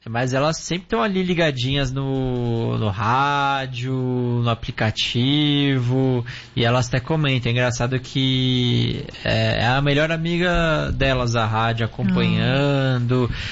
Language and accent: Portuguese; São Bernardo do Campo, São Paulo, Brazil; born there; now in Santo André, Brazil; Eu também nasci em São Bernardo.